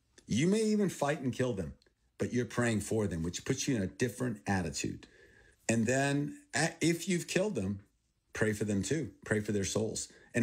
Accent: Thailand; born or raised there; first language Thai; English is a second language; also born or lived in Texas

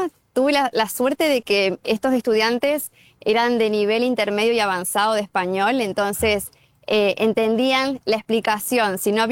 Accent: Villa Mercedes, San Luis, Argentina; Para mí es un honor y un orgullo haber nacido y crecido en esta ciudad. Nunca había tomado un avión siquiera a otro lugar y, bueno, conocer Estados Unidos fue increíble, pero siempre un lugar en mi corazón guardaba para Villa Mercedes.

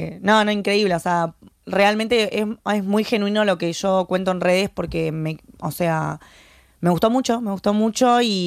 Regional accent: La Plata, Buenos Aires Province, Argentina; now in Madrid, Spain

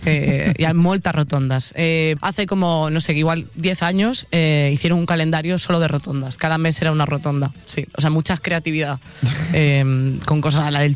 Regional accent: Oleiros, Galicia, Spain; las fiestas de Santa Cruz, que es de mi pueblo

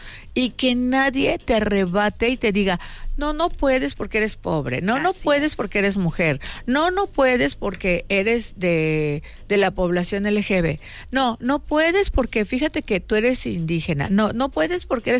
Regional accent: Chilpancingo, Guerrero, Mexico; born there; Yo nací en Chilpancingo. Yo hace 53 años vengo de una cuna pobre. Nosotros, o tu servidora, estudió escuelas públicas.

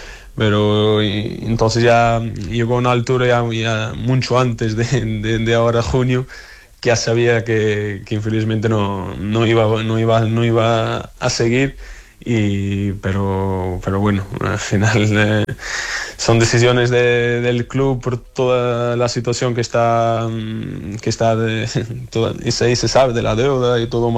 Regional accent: Lisbon, Portugal; Spanish is a second language; Soy de Lisboa.

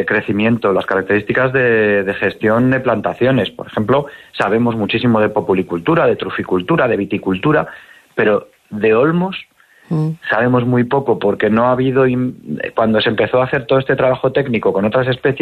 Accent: Soria, Castile and León, Spain; pues estoy yo, que soy soriano, aunque mi empresa está en Burgos, pero yo trabajo en todo el territorio y soy de Soria.

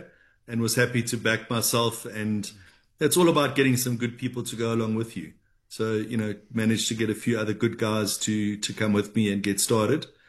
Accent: Durban, KwaZulu-Natal, South Africa; moved away as an adult; now in Johannesburg, South Africa; I grew up in Durban

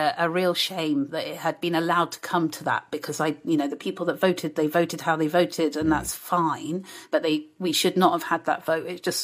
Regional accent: London, United Kingdom; And so I've always been brought up as European, British, absolutely, then frankly English and a Londoner, a very important part of the identity. And in London, nobody rea

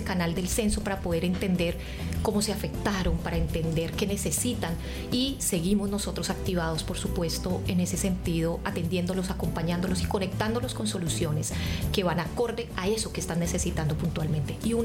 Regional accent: Cali, Valle del Cauca, Colombia; Eso es lo que podemos aportar nosotros como caleños.

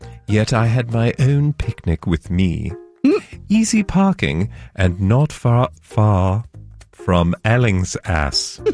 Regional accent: England, United Kingdom; And I spelled mention with an S, even though I'm English.

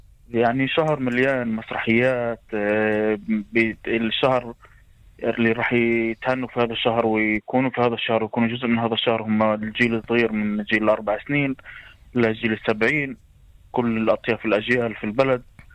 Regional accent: Rahat, Southern District, Israel; في كمان مركز راحة عندنا في رهط

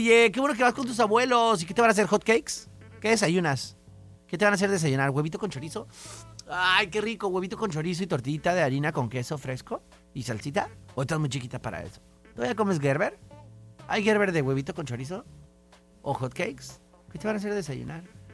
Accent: Mexico; yo como mexicano

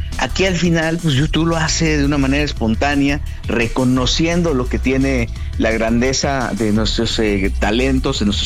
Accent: Mexico; el reconocimiento que tiene nuestra sociedad, que tenemos como mexicanos, y evidentemente de la grandeza que hay en nuestro país

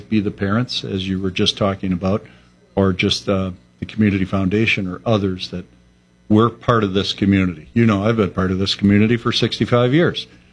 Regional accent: Holland, Michigan, United States; this is my hometown

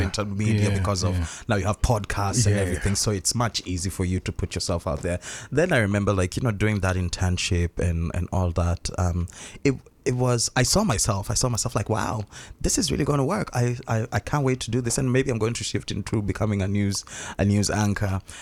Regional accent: Nairobi, Kenya; moved away as an adult; And I moved from Nairobi, so born and bred in Nairobi. So, you know, just in tune with the culture there among my people and all of that.

